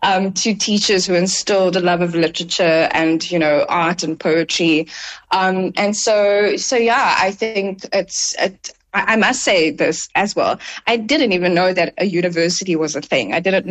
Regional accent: Delft, Western Cape, South Africa; born or raised there

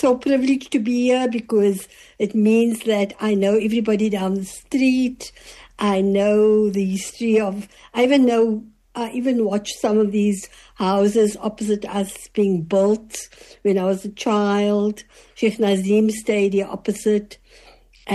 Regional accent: Claremont, Western Cape, South Africa; born there; I was born in Claremont in a little house opposite where you have the police station at the moment. So I was born there, but then when I was 2 years old, we had to move because Claremont was being declared a white area.

